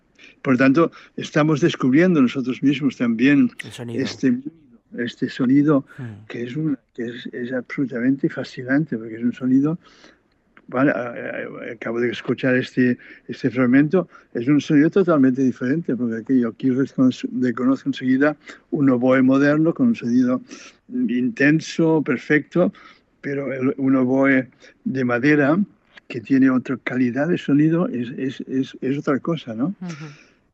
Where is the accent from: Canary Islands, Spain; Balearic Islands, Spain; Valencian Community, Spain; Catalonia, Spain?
Catalonia, Spain